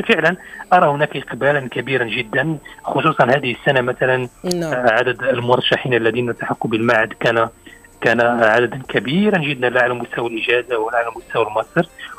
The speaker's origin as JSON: {"language": "Arabic", "country": "Morocco", "said": "عندنا في المغرب"}